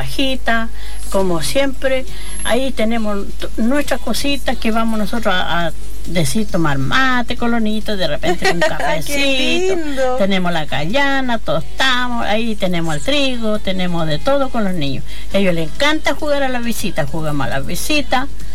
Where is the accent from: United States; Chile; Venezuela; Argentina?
Chile; Lumaco, Araucanía; born there; now in Chillán Viejo, Chile; Estuve en la comuna de Lumaco. Nací. Bueno, ahora estoy aquí en Bulnes.